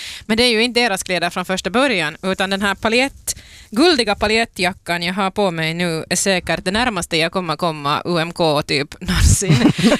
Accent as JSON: {"language": "Swedish", "town": "Ekenäs", "region": "Uusimaa", "country": "Finland", "said": "jag är från Ekenäs."}